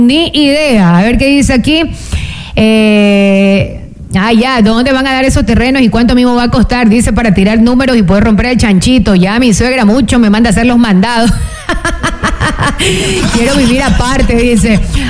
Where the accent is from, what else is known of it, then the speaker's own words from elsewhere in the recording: La Libertad, Santa Elena, Ecuador; yo soy una ciudadana del Cantón La Libertad